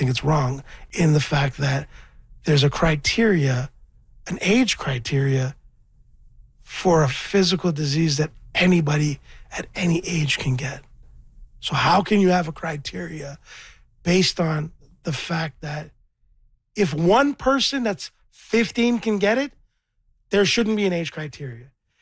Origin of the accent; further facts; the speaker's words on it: Scarborough, Ontario, Canada; I'm from Scarborough. I'm a rapper.